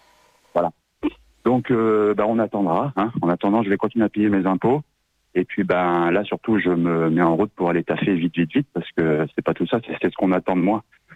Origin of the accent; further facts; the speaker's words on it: New Caledonia; born there; Moi, j'ai 35 ans. Ça fait 30 ans que je suis en Nouvelle-Calédonie. J'ai étudié ici, j'investis ici, je travaille ici.